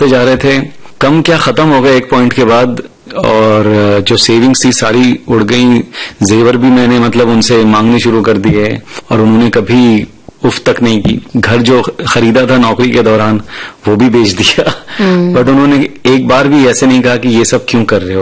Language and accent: Hindi; Mumbai, Maharashtra, India; तो मैंने बोला मैं मुंबई में पला बड़ा हूँ, मराठी बोल लेता